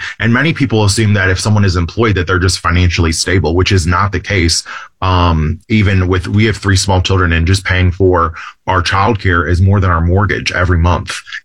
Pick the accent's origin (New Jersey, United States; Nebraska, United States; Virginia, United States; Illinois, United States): Illinois, United States; Chicago; I grew up in Chicago. And so I, we didn't live in Tennessee growing up